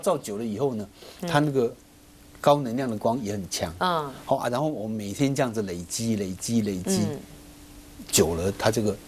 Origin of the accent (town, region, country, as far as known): Taiwan